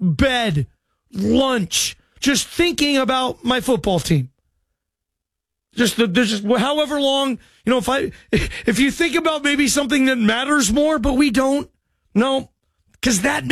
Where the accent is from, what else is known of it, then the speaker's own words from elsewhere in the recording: Seattle, Washington, United States; I'm from Seattle, if you don't listen very often. I'm from that area. I actually grew up, my parents' house where I grew up is, like, I could walk to that facility you see